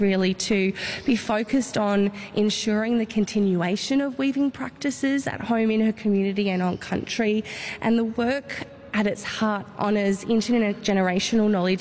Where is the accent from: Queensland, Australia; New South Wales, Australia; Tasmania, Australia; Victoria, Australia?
Tasmania, Australia; As you said … I'm a proud Palawa woman, and I'm the current senior curator of First Nations Art at the NGV